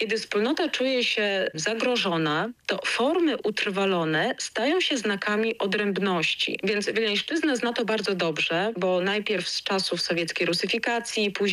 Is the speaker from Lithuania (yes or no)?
yes; Vilnius County, Lithuania; my też nie przyjechaliśmy z Polski, tylko od pokoleń tutaj mieszkamy.